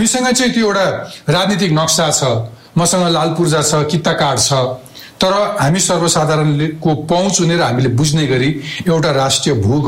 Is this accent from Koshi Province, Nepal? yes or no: yes; Jhapa, Koshi Province, Nepal; born there; म झापामा जन्मेँ